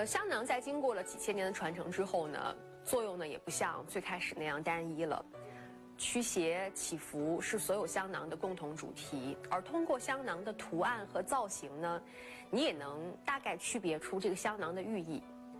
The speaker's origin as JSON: {"language": "Chinese", "country": "China", "said": "我们中国人"}